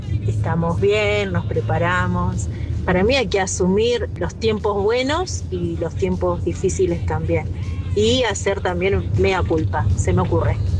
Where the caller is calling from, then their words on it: La Pampa, Argentina; soy de La Pampa.